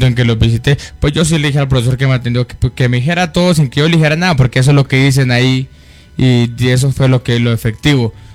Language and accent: Spanish; Campo Hermoso, Colombia; Vengo del municipio acá de Campo Hermoso, del corregimiento de Los Cedros.